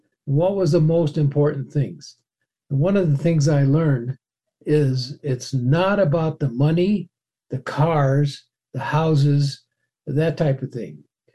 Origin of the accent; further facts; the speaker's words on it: Minneapolis, Minnesota, United States; moved away as an adult; now in Gunnison, United States; I'm going to be 84 years old in April, and I live in Gunnison, Colorado. I'm from Minnesota, Minneapolis and St. Paul, went to the University of Minnesota.